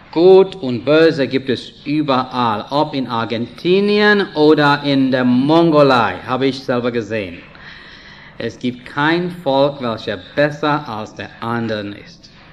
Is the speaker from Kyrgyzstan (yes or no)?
no; India; German is a second language; now in Switzerland; ich bin Inder. Ich habe eine ganz andere Art von Sprechen. Andere Art von Leben, mehr oder weniger. Aber ich bin doch froh, Inder zu